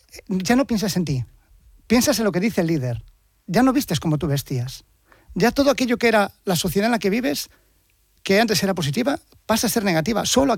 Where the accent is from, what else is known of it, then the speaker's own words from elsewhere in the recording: Vigo, Galicia, Spain; yo soy de Vigo.